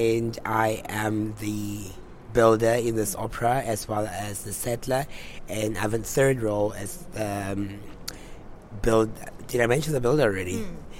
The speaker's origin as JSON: {"language": "English", "country": "Namibia"}